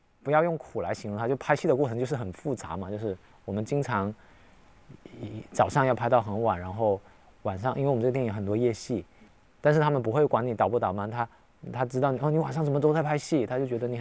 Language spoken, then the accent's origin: Chinese; Guangdong, China; 因为都是潮汕人呐，大家很容易。我去到不同国家，我是会换着口音跟不同的潮汕人交流的，